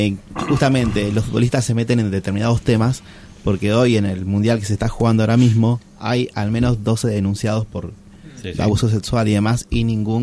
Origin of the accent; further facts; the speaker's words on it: Argentina; al menos en mi país, Argentina.